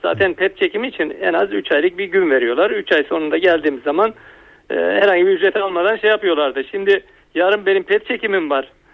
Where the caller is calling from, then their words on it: Antalya, Turkey; Antalya'dan arıyorum